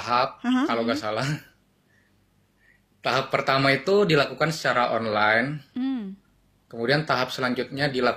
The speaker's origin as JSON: {"language": "Indonesian", "town": "Sumenep", "region": "East Java", "country": "Indonesia", "said": "Asal ya Sumenep."}